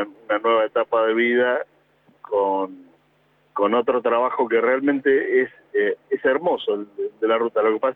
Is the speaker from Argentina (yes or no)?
yes; Mar del Plata, Buenos Aires Province, Argentina; born there; Nací en Mar del Plata, vivo en Mar del Plata...